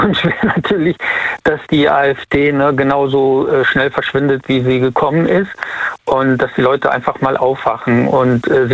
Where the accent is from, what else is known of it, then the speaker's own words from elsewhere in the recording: Siegburg, North Rhine-Westphalia, Germany; Ich komme aus Siegburg. Bei Bonn.